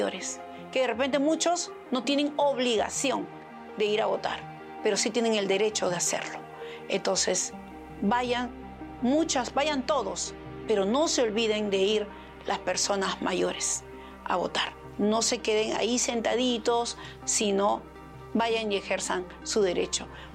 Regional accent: Peru; Como peruana, toma una decisión.

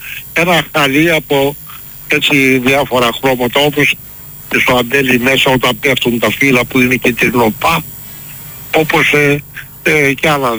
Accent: Thessaloniki, Central Macedonia, Greece; now in Michaniona, Greece; Είμαι Θεσσαλονικιός, παιδί του Βαρδαρίου. Βρέθηκα όμως στη Μηχανιώνα λόγω Συνσίου.

